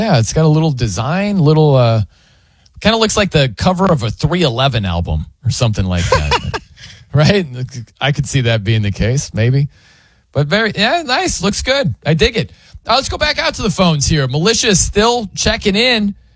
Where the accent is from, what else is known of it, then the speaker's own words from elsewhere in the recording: Indiana, United States; Actually, Chicago is closer to my hometown than Indianapolis is. So I don't know. Some people are like, well, I mean, you're in Indiana, you're a Hoosier.